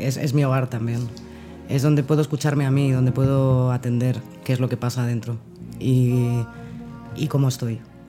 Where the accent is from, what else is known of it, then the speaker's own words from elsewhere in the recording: Basque Country, Spain; Yo soy vasca